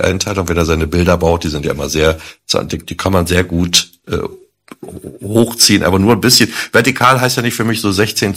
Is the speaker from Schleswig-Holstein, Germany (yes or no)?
no; Berlin, Germany; Weil ich eben halt ja auch als Berliner gesehen habe, dass nach dem Mauerfall, wo die ganzen Ruinen da rumstanden